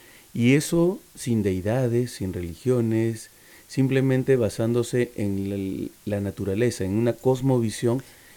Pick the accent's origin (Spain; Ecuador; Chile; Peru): Peru; moved away; mi tierra, Perú